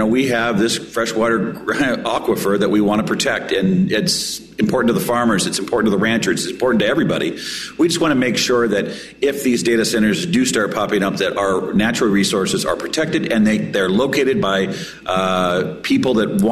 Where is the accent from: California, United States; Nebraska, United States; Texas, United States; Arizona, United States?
Nebraska, United States; in my home state of Nebraska